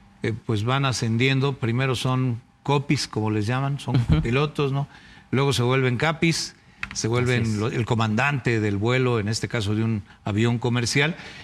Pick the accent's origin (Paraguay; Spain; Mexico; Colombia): Mexico; Mexico City; Tú eres chilango como yo